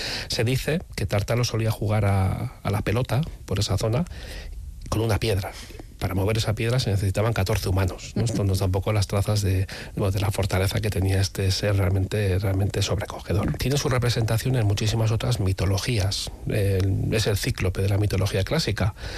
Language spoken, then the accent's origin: Spanish; Basque Country, Spain